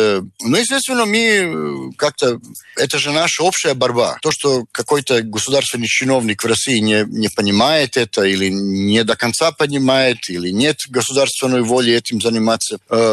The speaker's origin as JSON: {"language": "Russian", "country": "Serbia", "lives_now": "Moscow, Russia", "said": "мы из Сербии приехали в Москву, ищем здесь поддержку какую-то для наших медиа патриотических, для нашего движения туда-сюда."}